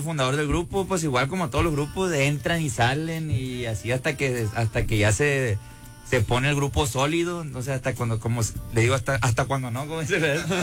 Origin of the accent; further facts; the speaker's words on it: Costa Rica, Sinaloa, Mexico; Nosotros somos de Costa Rica, Sinaloa